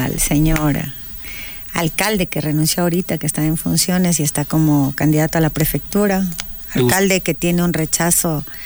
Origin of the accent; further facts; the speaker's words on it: Ecuador; nosotros terminamos como ecuatorianos pagando estas elecciones